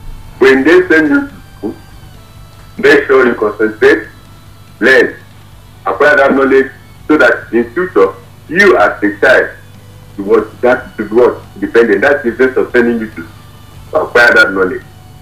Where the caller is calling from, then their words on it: Owo, Ondo, Nigeria; I'm calling from Owo Blue Education Center. That is the security place in Nigeria.